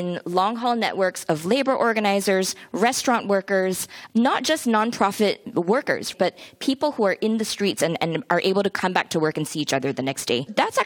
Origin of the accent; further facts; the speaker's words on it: California, United States; As a Californian